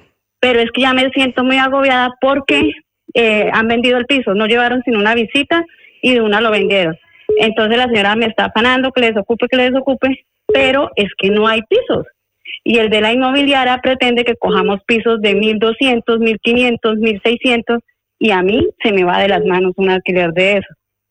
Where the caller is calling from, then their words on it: Madrid, Community of Madrid, Spain; llamo de Madrid.